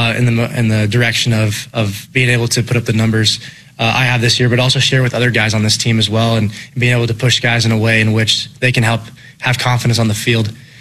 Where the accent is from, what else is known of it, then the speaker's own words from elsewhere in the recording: Colorado, United States; So I'm still from Colorado, but mm-hmm. They're like, oh, you're from Arizona now. I'm like, no, I'm not.